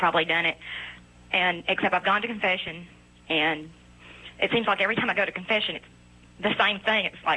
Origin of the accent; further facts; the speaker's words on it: Arkansas, United States; Uh-huh. I'm from Arkansas. and I love your show.